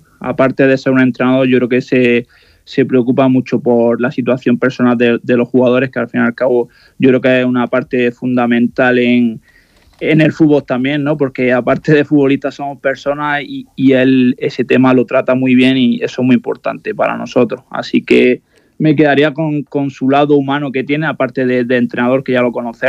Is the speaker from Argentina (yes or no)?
no; Guadix, Andalusia, Spain; yo soy de Guadix, que estoy cerca de la zona de la zona de Cartagena